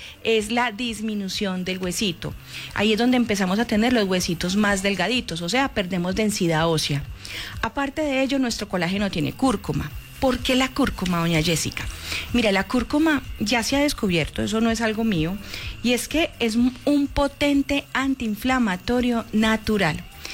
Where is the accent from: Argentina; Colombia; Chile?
Colombia; Somos colombianos, y vamos a poner la camiseta y a gozar los goles.